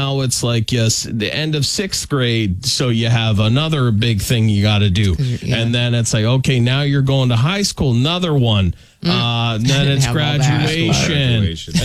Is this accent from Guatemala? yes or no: no; Canada; now in United States; this is the thing about growing up in Canada.